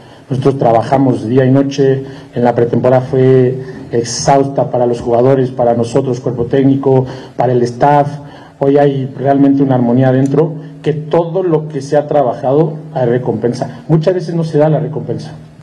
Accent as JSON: {"language": "Spanish", "country": "Mexico"}